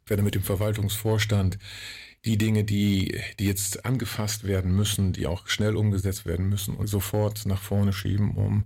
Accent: Varel, Lower Saxony, Germany; Ich bin Urfahreler, also richtig in Fahrel geboren, im Jahre 1964 und habe in Fahrel die Schule besucht, das Gymnasium, bin dort aufgewachsen, bin in sehr vielen Vereinen aktiv

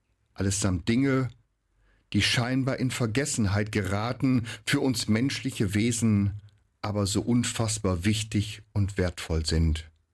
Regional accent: Wesel, North Rhine-Westphalia, Germany; Geboren und aufgewachsen in Wesel am Niederrhein

